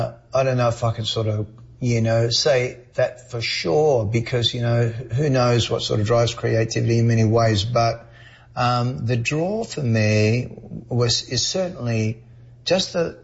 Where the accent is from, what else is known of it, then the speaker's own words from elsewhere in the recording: Queensland, Australia; moved away; in Queensland, of all places, very near to my hometown.